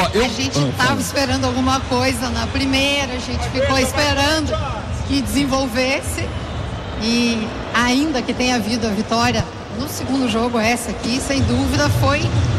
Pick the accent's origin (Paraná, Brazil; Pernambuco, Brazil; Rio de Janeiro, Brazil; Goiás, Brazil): Paraná, Brazil; Curitiba; now in Maranhão, Brazil; Eu sou de Curitiba, mas residente no Maranhão.